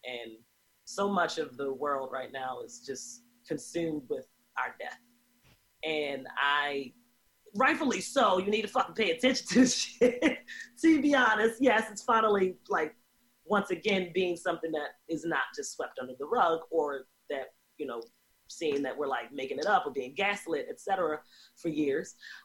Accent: Baltimore, Maryland, United States; also born or lived in Oakland; And me growing up in Baltimore City, I think is just a really great example of that. Being that it's 65% African American still to this day.

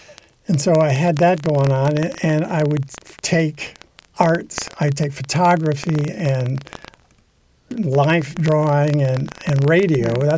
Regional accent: East Lansing, Michigan, United States; moved away as an adult; now in Humboldt County, United States; I grew up in East Lansing, Michigan, was in pre-med at Michigan State in the 67.

